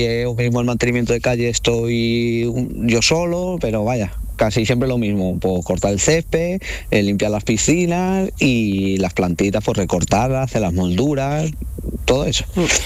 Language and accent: Spanish; Valladolid, Castile and León, Spain; porque como yo soy de Valladolid, pues dicen de Madrid, dicen de por ahí por la zona